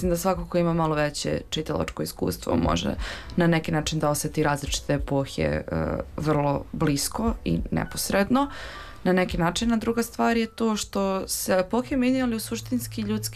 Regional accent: Bosnia & Herzegovina; Odrasla sam posle rata u Bosni i Hercegovini i tada su se svi sećali te Jugoslavije sa velikom vrstom nostalgije i ljubavi.

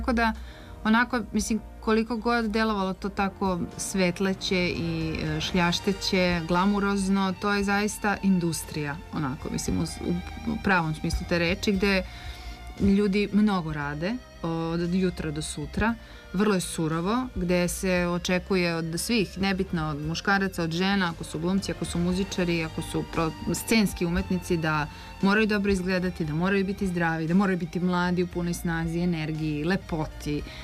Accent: Serbia; kad sam rekla … ja sam iz Srbije i tako

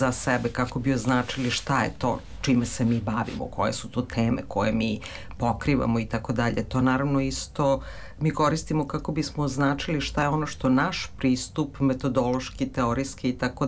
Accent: Belgrade, Serbia; ja kažem, ja sam iz Beograda

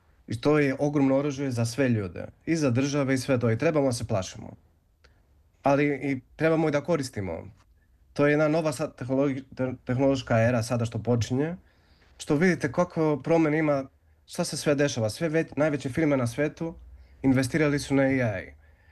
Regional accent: Greece; also born or lived in Scotland; Zato, kao Srbin i što sam porastao u Grčkoj, ovde sam puno se adaptirao na ovu grčku kulturu, slično kao srpskom.

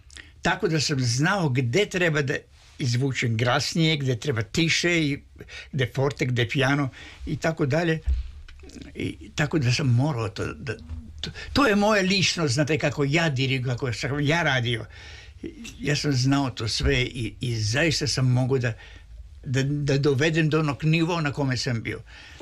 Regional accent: Russia; Pored toga, ja sam bio Rus. To mnogi nisu volili.

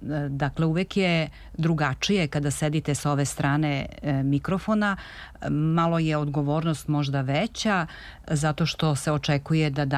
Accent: Kruševac, Šumadija and Western Serbia, Serbia; mada je moja karijera počela u Radio Kruševcu, odakle sam ja inače

